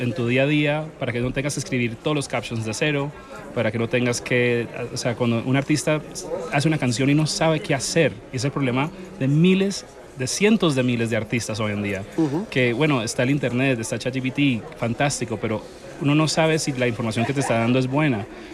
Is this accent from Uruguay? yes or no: no; Colombia; also born or lived in Dominican Republic; now in Miami, United States; Nací en Dominicana, crié en Colombia, ahora vivo en Miami.